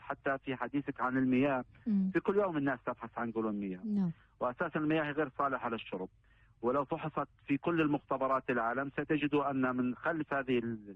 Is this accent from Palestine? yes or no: yes; Palestine; منا كفلسطينيين